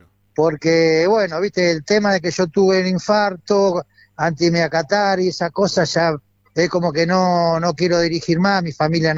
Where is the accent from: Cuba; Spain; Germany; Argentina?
Argentina; a lo mejor que nos puede haber pasado como argentino